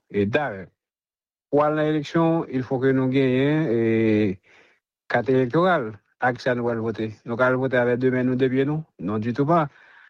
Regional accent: Haiti

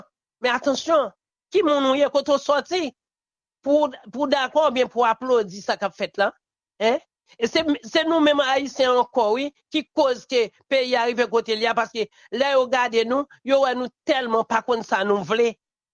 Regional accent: Haiti

